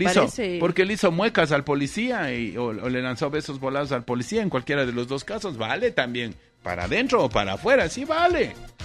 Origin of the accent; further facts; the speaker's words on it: Ecuador; Seguimos en la tremenda delincuencia nosotros como ecuatorianos también.